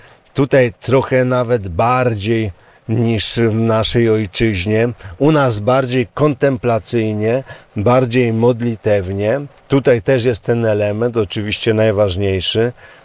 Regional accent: Limanowa, Lesser Poland, Poland; born there; accent: local Limanowa dialect (gwara); moved away as an adult; u mnie w Limanowej, a ja bym powiedział w naszej gwarze w Limanowy

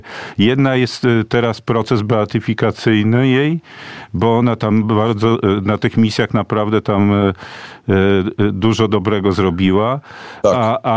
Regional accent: Pomeranian Voivodeship, Poland; bo ja akurat jestem z Pomorza

